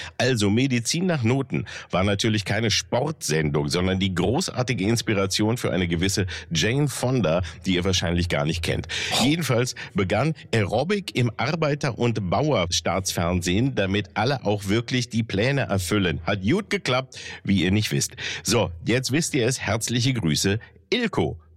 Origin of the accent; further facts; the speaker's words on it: Peine, Lower Saxony, Germany; Ja, aber Peine damals, wo ich aufgewachsen bin, galt als Zonenrandgebiet.